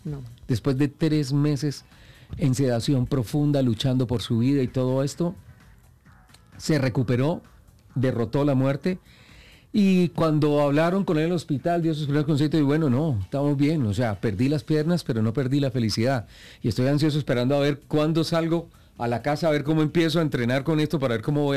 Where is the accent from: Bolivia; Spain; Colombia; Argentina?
Colombia; Yo soy colombiano.